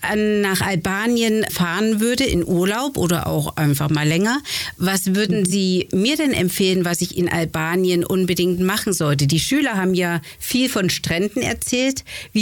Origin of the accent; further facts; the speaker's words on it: Weimar, Thuringia, Germany; Ich komme aus Weimar ursprünglich.